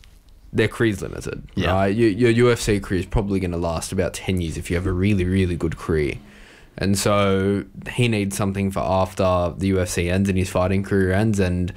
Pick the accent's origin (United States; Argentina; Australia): Australia; As an Australian, obviously, we back him all the way.